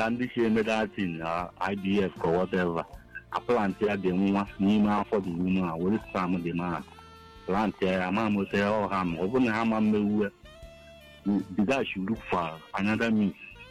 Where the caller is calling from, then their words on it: Enugu, Enugu State, Nigeria; I'm calling from Enugu.